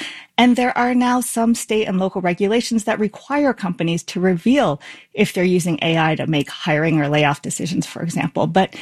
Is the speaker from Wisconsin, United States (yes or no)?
no; South Carolina, United States; I'm a carpenter from South Carolina.